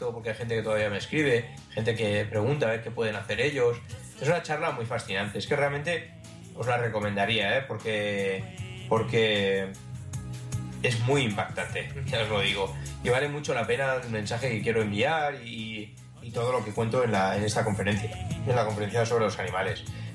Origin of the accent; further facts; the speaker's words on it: Barcelona, Catalonia, Spain; yo soy de Barcelona